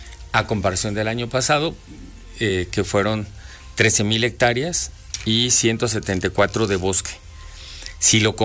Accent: Puebla, Mexico

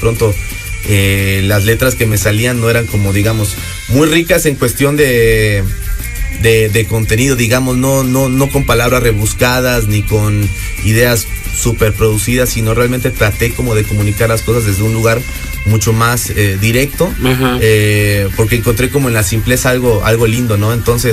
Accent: Campeche, Mexico; now in Puebla, Mexico; Yo soy de Campeche.

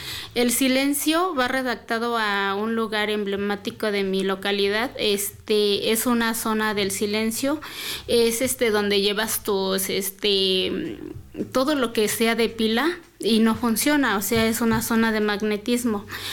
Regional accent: Mexico; yo soy de mi municipio es Atezcal, mi localidad es San Lucas de Teletitlán.

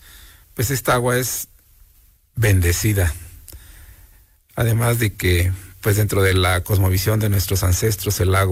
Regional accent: Mexico; now in Izúcar de Matamoros, Mexico; Y como mexicanos, pues ni se diga, los mexicanos somos bien trabajadores, bien inteligentes, bien creativos.

